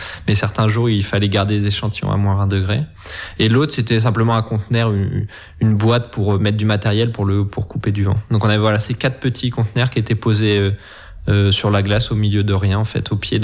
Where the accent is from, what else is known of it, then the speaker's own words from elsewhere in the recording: France; Moi, par exemple, je suis français à la base.